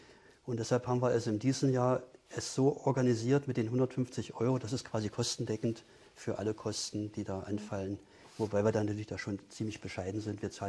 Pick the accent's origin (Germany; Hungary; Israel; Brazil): Germany; Potsdam, Brandenburg; now in Dessau, Germany; Ich komme eigentlich aus Potsdam.